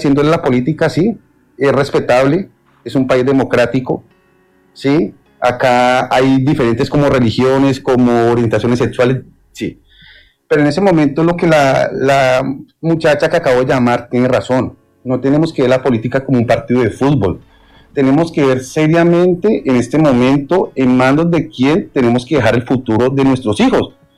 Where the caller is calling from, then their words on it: Colombia; como colombiano que soy